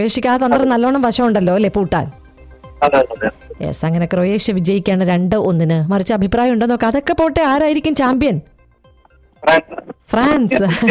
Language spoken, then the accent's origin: Malayalam; Koothuparamba, Kerala, India; കണ്ണൂർക്കാരനാണ്. കണ്ണൂരിലെവിടെ? Koothuparamba.